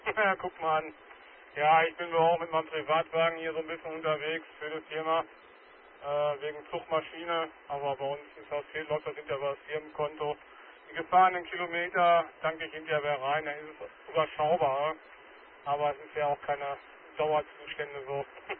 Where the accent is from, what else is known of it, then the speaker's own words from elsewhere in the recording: Arnsberg, North Rhine-Westphalia, Germany; mein Heimat-QTA ist Ansberg im Sauerland